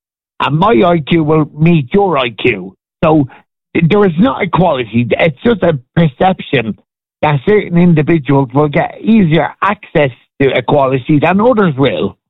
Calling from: Ireland; I come from Michael's estate.

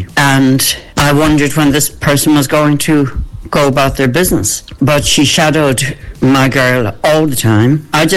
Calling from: Galway, Connacht, Ireland; I'm calling from Galway City.

